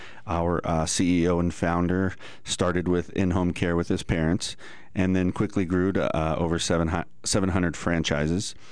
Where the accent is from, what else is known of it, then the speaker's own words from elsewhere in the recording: Flagstaff, Arizona, United States; So I was born and raised in Flagstaff, Arizona. So I'm an Arizona native.